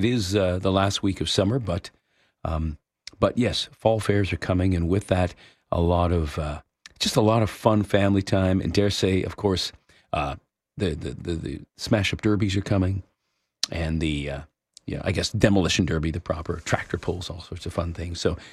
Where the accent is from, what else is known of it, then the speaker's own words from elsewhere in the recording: Ancaster, Ontario, Canada; now in Collingwood, Canada; I grew up in Ancaster, and the Ancaster Fall Fair always fell on the third weekend in September, if memory serves me correctly. And then when we relocated up here to Collingwood 23 years ago